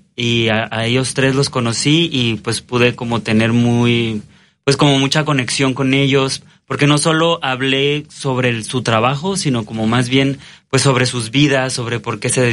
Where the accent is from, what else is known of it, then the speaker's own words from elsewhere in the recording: Mexicali, Baja California, Mexico; also born or lived in Tijuana; now in Mexico City, Mexico; Sí, soy de Mexicali. Pero viví en Tijuana